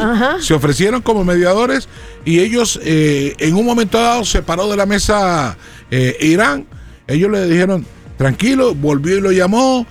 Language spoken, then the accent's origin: Spanish; Cuba; now in Miami, United States; la situación es caótica para mi pueblo cubano.